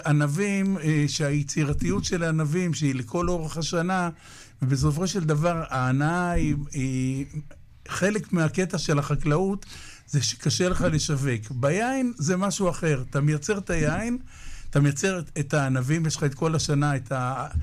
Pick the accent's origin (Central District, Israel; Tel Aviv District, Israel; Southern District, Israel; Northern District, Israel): Central District, Israel; Mishmar Ayalon; born there; also born or lived in Kfar Shmuel; אני נולדתי במשמר איילון, מושב ליד כפר שמואל שביקרת